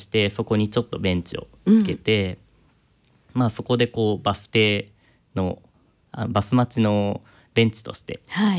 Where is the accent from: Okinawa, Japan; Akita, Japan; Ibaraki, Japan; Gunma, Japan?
Gunma, Japan; Tatebayashi; 振り返ってみると僕の出身群馬県館林、